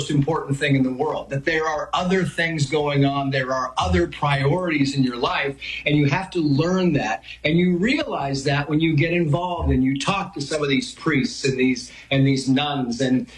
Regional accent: San Diego, California, United States; I mean, we are Irish Catholics. And as you say, I grew up in San Diego. And as a family, you know, I was the youngest of five, and there was quite an age difference.

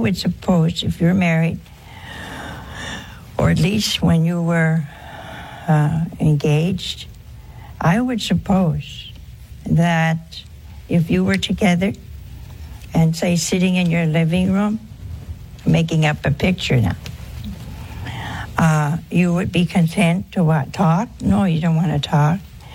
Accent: Ohio, United States; born there; Oh, hey, that's my home state.

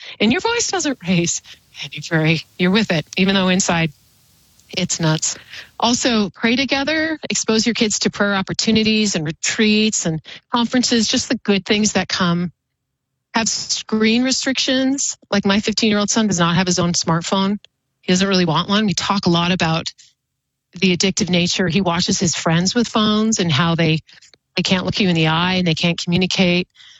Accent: Oregon, United States; now in Boise, Idaho, United States; I grew up in Oregon and didn't know that Idaho exists.

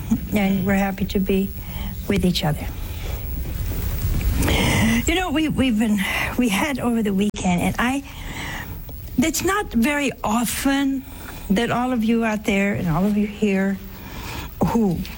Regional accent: Ohio, United States; We have people from my home state, Ohio

